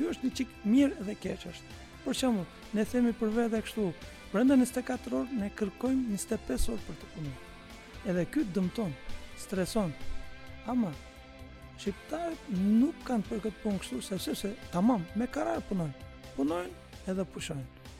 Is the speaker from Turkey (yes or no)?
yes; Istanbul, Turkey; Albanian is a second language; moved away as an adult; now in Albania; Unë jam nga Stambulli